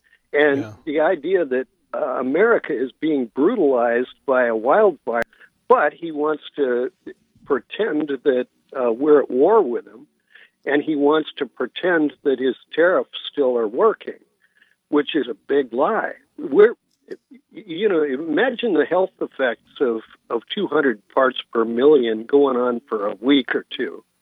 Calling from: San Francisco, California, United States; I'm the guy from San Francisco, and you remember a couple of years ago we had the hellish wildfire smoke.

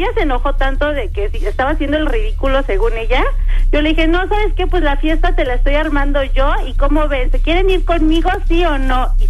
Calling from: Atizapán de Zaragoza, State of Mexico, Mexico; te hablo desde Atizapán de Zaragoza.

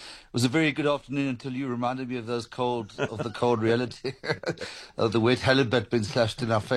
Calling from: Denbigh, Wales, United Kingdom; I'm actually phoning from Denby in Wales

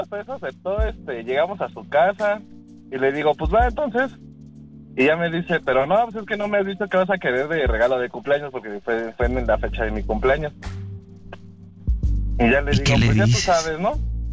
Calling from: Chimalhuacán, State of Mexico, Mexico; Yo vivo ahí en Chimalhuacán. Soy de Chimalhuacán.

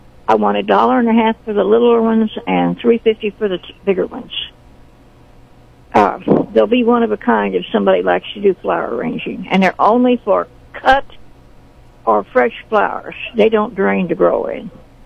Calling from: Sedalia, Missouri, United States

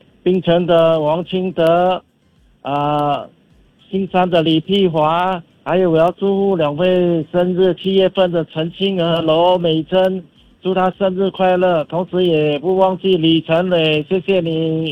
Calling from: Singapore

